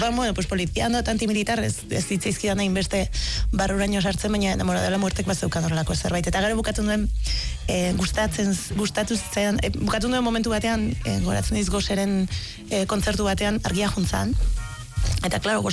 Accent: Arrasate, Basque Country, Spain; born there; laro geigarren amarkada ziren jaio nintzen Arrasaten.

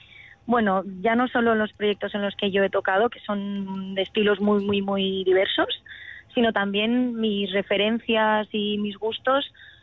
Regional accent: Spain; first language Catalan; Spanish is a second language; evidentemente es mi lengua materna, y fue como instantáneo el momento en el que dije, vale, esto va a ser en catalán, sí o sí.

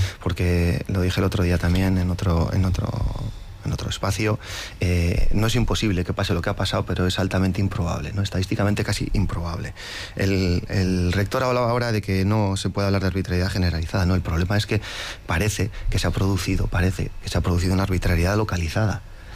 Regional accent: Basque Country, Spain; como vascos, porque euskera da euskaldun egiten gaituena

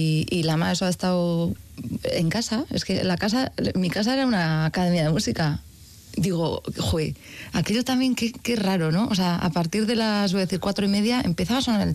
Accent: Hernani, Basque Country, Spain; also born or lived in San Sebastián; yo he nacido en el entorno de la charanga. Soy de Oyalume, que es un barrio entre Astigarraga y Hernani donde se ha hecho danza lecua.

